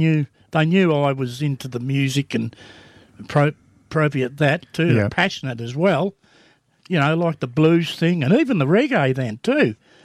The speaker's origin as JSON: {"language": "English", "town": "Colac", "region": "Victoria", "country": "Australia", "moved": "yes", "lives_now": "Ballarat, Australia", "said": "I'm originally from Colac, but I'm here in Ballarat back in the 80s, 82."}